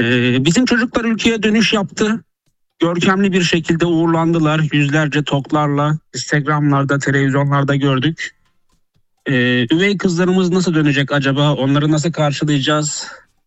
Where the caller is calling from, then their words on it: Istanbul, Turkey; Çengelköy'den bağlanıyorum.